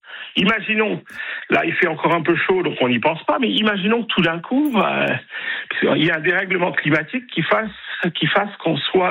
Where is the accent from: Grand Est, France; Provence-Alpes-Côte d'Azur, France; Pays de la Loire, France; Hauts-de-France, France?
Grand Est, France; Je suis alsacien, j'ai toujours pas digéré la fermeture de la centrale de Fessenheim.